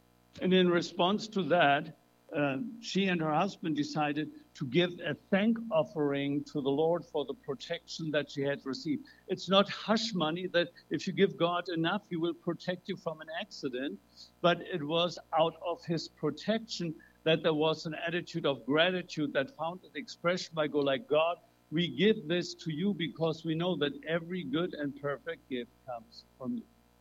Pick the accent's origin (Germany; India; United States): Germany; moved away; when I was growing up in Germany.